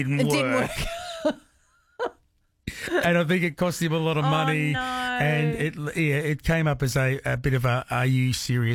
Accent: Melbourne, Victoria, Australia; I grew up in Broadmeadows in Melbourne where the Ford factory was.

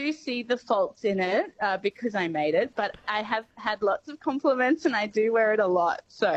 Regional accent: Melbourne, Victoria, Australia; I'm 26, and there's a whole group. I'm from Melbourne. There's a whole group up in Melbourne who do it

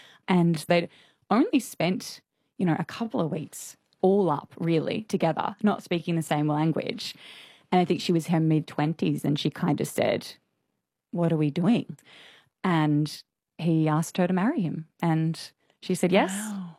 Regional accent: Heathridge, Western Australia, Australia; I grew up in a suburb called Heathridge

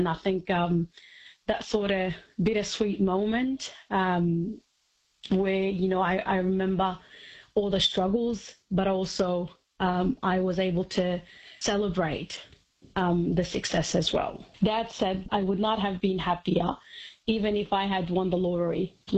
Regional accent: Syria; also born or lived in Kurdistan; now in Australia; I am originally from Syria. I lived there until 2013 when we had to leave due to the war. And I lived in Kurdistan for 4 years before moving to Australia in 2017.

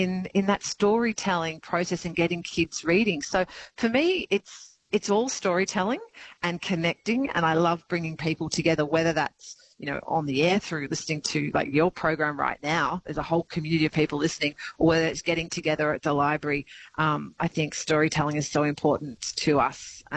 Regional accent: New South Wales, Australia; I grew up in the Riverina as a young person. I lived at Carrathall and Darlington Point. And we always had ABC local radio on.

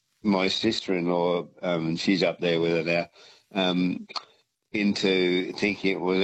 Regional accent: Castlemaine, Victoria, Australia; I grew up in Castlemaine.

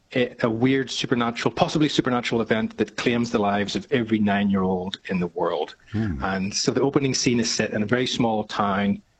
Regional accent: Ireland; But then the thing is, I'm Irish, so that's kind of par for the course.

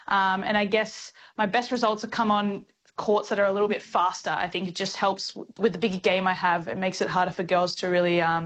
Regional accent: Australia; As an Australian, it's not too hot, that's for sure.

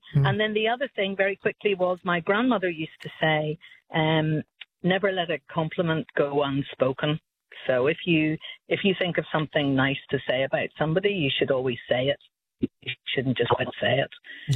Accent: Northern Ireland, United Kingdom; So my mum used to say, I grew up in Northern Ireland, it rained a lot.

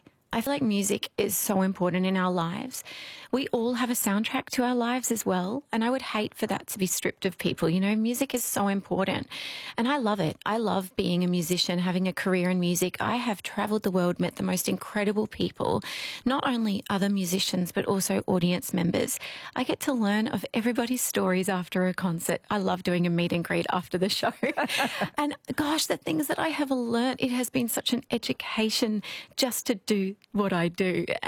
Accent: Australia; So when I was touring in Poland as an Australian

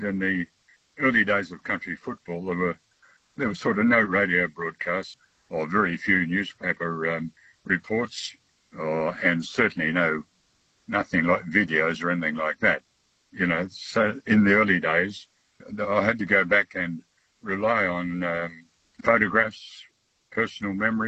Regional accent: Burracoppin, Western Australia, Australia; Oh, well, it's my hometown and very special, yes, very special.

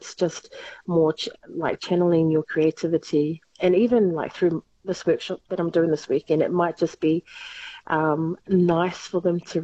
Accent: New Zealand; now in Carnarvon, Australia; Son our family is from New Zealand, and with my son, his name's Sefa, he's grown up for about 4 years in Carnarvon.

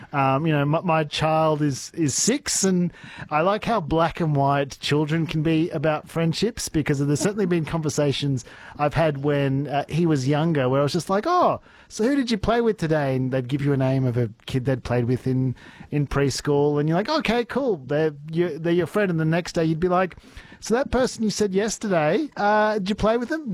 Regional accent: Chile; I knew them in primary school growing up in Chile.

